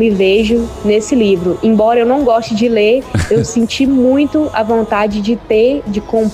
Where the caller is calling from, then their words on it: Patos de Minas, Minas Gerais, Brazil; eu falo de Patos de Minas, Minas